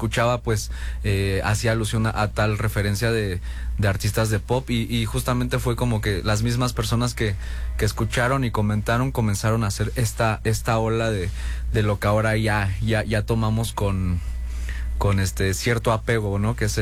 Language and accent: Spanish; Mexico City, Mexico; yo crecí en la Gustavo Amadero, ¿no? Uh-huh. Una colonia una delegación de por acá.